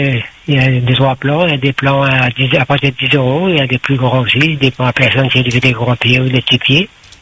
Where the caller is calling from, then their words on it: Le Tampon, Réunion; Au tampon.